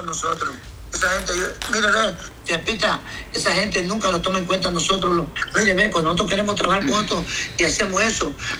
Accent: Honduras; yo soy hondureño, ¿me entiendes? Y aparte de eso, yo amo mi nación de Honduras

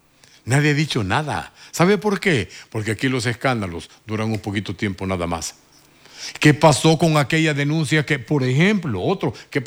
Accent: Honduras; yo como hondureño siento vergüenza.

